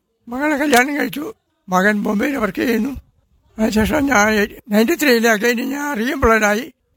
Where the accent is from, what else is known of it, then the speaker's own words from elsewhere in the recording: Panoor, Kerala, India; also born or lived in Chittariparamba; ഞാൻ ആക്ച്വലി എൻ്റെ വീട് പനൂരായിരുന്നു, എൻ്റെ അമ്മയുടെ വീട്. അവിടുന്ന് ഹൈസ്കൂള് പാസ്സായി